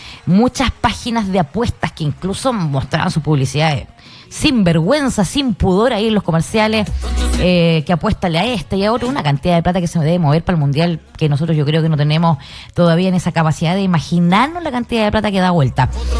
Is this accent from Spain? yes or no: no; Chile